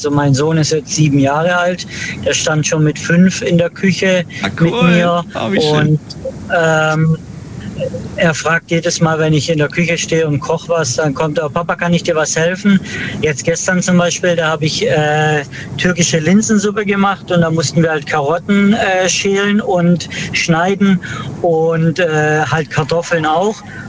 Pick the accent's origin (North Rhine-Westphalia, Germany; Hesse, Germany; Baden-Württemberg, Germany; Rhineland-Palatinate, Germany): Baden-Württemberg, Germany; Aus dem Schwarzwald.